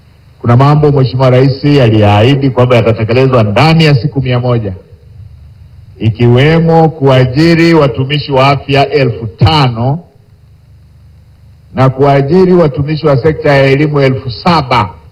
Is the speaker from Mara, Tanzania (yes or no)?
yes; Mara, Tanzania; nyumbani kwetu kule Iramba ya Mara